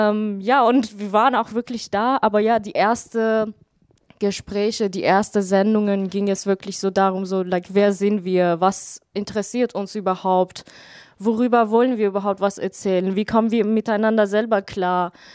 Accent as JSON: {"language": "German", "country": "Iran", "tie": "born or raised there", "moved": "yes", "said": "wie ich als Frau aufgewachsen bin im Iran"}